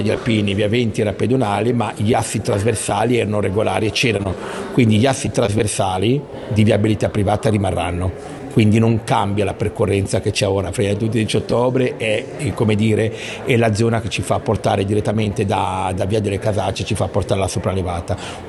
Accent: Genoa, Liguria, Italy; Io direi non solo i genovesi ma anche io e lei che siamo genovesi

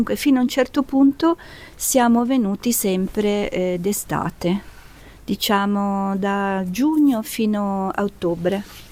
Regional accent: Chiavari, Liguria, Italy; born or raised there; also born or lived in Province of Pavia

